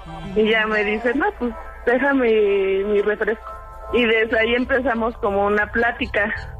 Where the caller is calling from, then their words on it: Toluca, State of Mexico, Mexico; Soy de aquí, de Toluca.